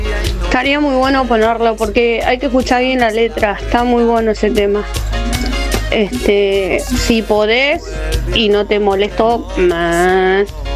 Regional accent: Buenos Aires, Argentina

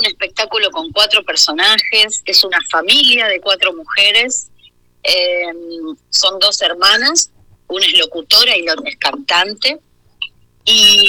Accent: Rosario, Santa Fe, Argentina; now in Buenos Aires, Argentina; yo soy rosarina, por más que vivo en Buenos Aires, soy rosarina. Así que siempre tengo esa presencia del pueblo y de la cercanía.

